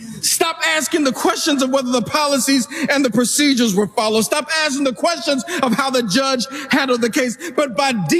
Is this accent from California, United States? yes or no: no; Tennessee, United States; If you go back to my home state, it's only 7.3 million people in the whole state. State of Tennessee.